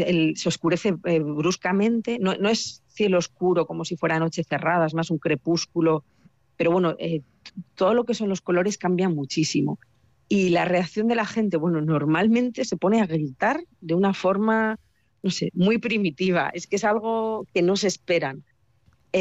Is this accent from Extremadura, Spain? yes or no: no; Calahorra, La Rioja, Spain; Yo soy de Calahorra, de La Rioja